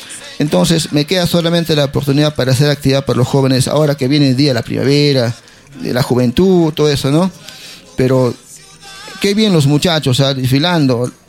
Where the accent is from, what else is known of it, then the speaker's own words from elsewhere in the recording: Peru; los peruanos somos así, solidarios, somos recíprocos, tenemos una... herederos, pues, de nuestra nación tahuantinsuyana.